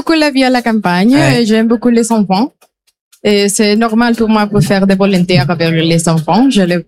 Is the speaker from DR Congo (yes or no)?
no; Venezuela; first language Spanish; French is a second language; moved away as an adult; now in Ribérac, France; Je viens de Venezuela et oui. Je parle espagnol.